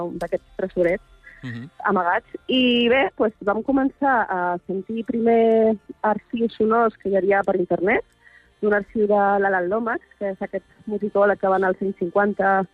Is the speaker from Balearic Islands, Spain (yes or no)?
yes; Balearic Islands, Spain